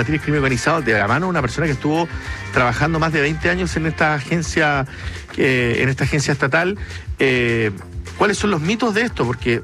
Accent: Punta Arenas, Magallanes, Chile; no tan solo con el caso de mi hermano, además que venimos todos de Punta Arenas, a todos le ha costado, somos tres hermanos

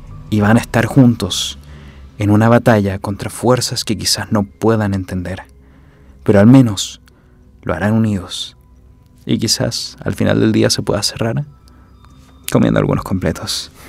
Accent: Chile; somos propiamente chilenos.

